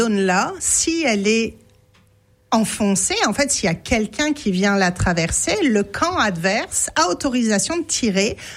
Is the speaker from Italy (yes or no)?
no; France; Moi, en tant que Française, j'ai baigné dans la culture militaire avec les guerres.